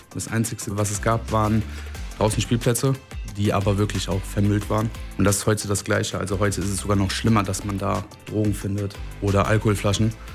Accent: Wuppertal, North Rhine-Westphalia, Germany; Ich bin in Wuppertal aufgewachsen

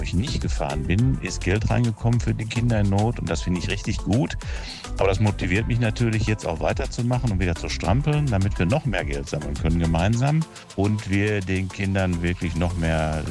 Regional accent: Dortmund, North Rhine-Westphalia, Germany; born there; weil ich bin in Dortmund geboren. Ich bin BVB-Fan durch und durch.

